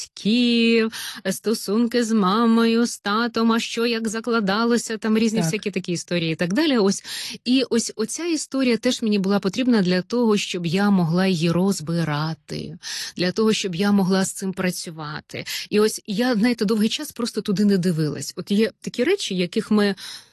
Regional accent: Kirovohrad Oblast, Ukraine; moved away as an adult; now in Kyiv, Ukraine; Це батьківщина, це Полтавщина, де я народилась, і Кіровоградщина, де я виросла у бабусі.

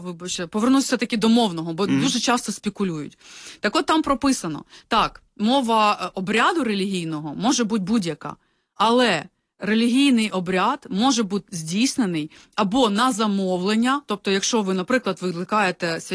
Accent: Brovary, Kyiv Oblast, Ukraine; І саме цікаве, що навіть я сама з Броварів, і у нас це було відведено, ну, я своє дитинство пам'ятаю таким

